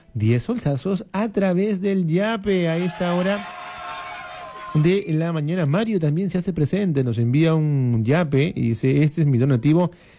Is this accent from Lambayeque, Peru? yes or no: no; Puno, Peru; moved away; Cada vez que regreso a Puno, después de años, o casi periodo anualmente